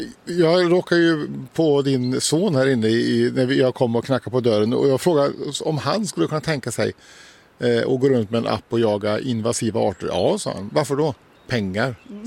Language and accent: Swedish; Västra Götaland County, Sweden; moved away; Vi är västgötar båda två.